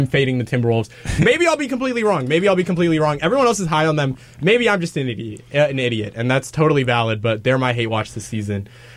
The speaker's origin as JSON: {"language": "English", "area": "the Bay Area", "region": "California", "country": "United States", "said": "I'm from the Bay."}